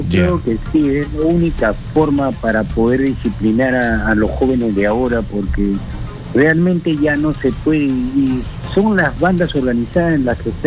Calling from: Lima, Peru; del Cercado de Lima.

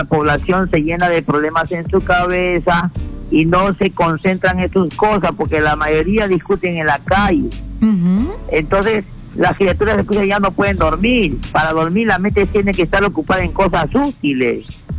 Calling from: Peru

